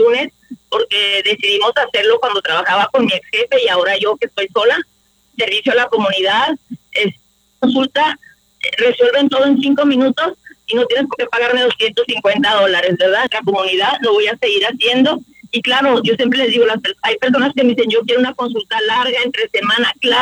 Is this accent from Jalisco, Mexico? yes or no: no; Ciudad Juárez, Chihuahua, Mexico; moved away as an adult; now in El Paso, United States; soy de Juárez, soy del Paso. Y siempre les he dicho, nadie sabe cómo se trabaja una frontera más los que vivimos en ella.